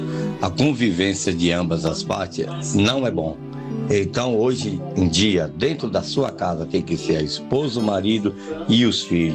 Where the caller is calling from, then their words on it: São Paulo, Brazil; do bairro do Cambuci.